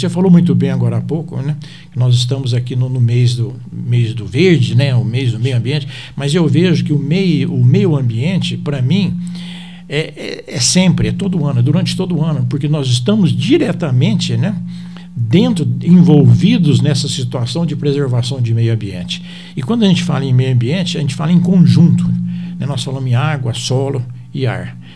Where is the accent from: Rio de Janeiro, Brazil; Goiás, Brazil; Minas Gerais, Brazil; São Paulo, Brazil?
São Paulo, Brazil; Caconde; now in Espírito Santo do Pinhal, Brazil; eu sou natural de Caconde, nascido em Caconde, mas desde 1972 que eu estou em Espírito Santo do Pinhal.